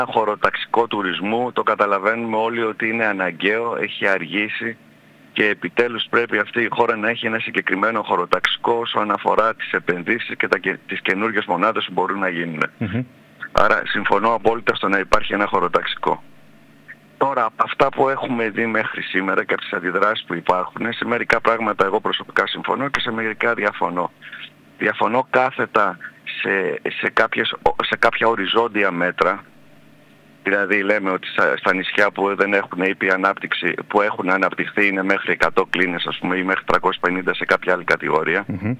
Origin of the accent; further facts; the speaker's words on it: Samos, North Aegean, Greece; Είμαι Σαμιώτης